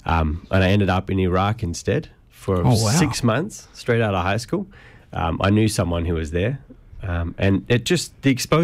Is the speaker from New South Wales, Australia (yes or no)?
yes; Newcastle, New South Wales, Australia; moved away as an adult; now in Germany; I'm an Aussie. I'm from Newcastle.